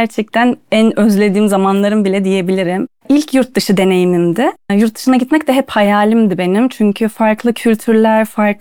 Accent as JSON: {"language": "Turkish", "region": "Ankara", "country": "Turkey", "tie": "born there", "said": "Küçükken Hacettepe Konservatuarı'nda okurken"}